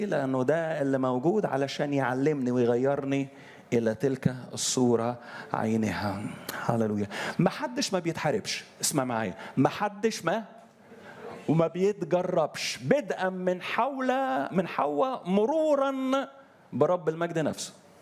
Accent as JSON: {"language": "Arabic", "region": "Upper Egypt", "country": "Egypt", "said": "انا كان يقول عندنا في الصعيد الاخ براذر اندرو."}